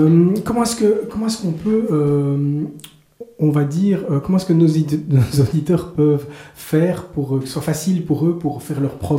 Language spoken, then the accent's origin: French; Belgium; il y a quelqu'un qu'on connaît bien chez nous en Belgique